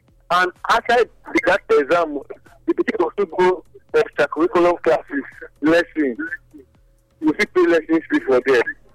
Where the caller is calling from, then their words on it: Nigeria; we're calling from Adubawa.